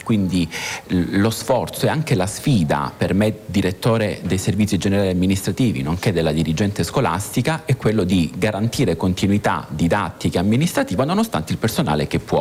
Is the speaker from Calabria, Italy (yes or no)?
yes; Calabria, Italy; now in Amatrice, Italy; sono calabrese.